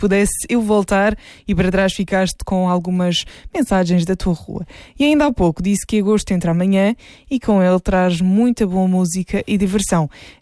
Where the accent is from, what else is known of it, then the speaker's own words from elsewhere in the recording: Olhão, Algarve, Portugal; Em Olhão temos o também tão conhecido Festival do Marisco, sou suspeita talvez por ser a minha terra